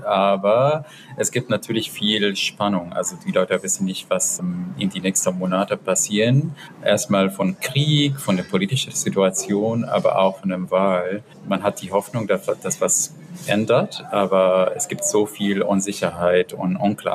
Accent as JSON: {"language": "German", "country": "Israel", "second_language": "German", "moved": "yes", "said": "als ich mich als Palästinenser identifiziere oder als Palästinenser aus Israel."}